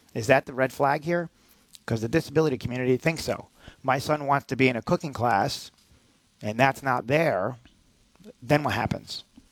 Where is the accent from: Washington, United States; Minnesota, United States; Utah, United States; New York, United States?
New York, United States; Rotterdam; born or raised there